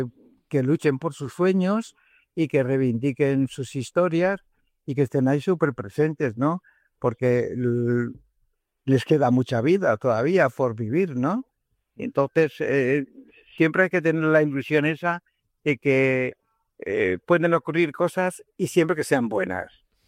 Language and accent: Spanish; Valdepeñas, Castilla-La Mancha, Spain; moved away as an adult; also born or lived in Iznatoraf / Ciudad Real / London; now in Madrid, Spain; Yo me he criado en Valdepeñas, luego estuve estudiando en Ciudad Real y estuve trabajando también en Valdepeñas de mecanógrafo, taquígrafo